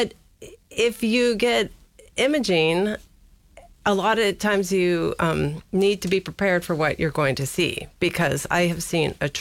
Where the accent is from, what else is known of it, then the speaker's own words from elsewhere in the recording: Gakona, Alaska, United States; Originally, I grew up in Gakona, Alaska.